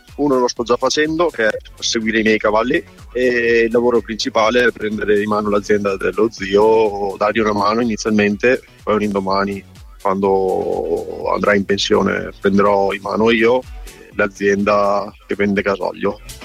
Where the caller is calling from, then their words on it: Padua, Veneto, Italy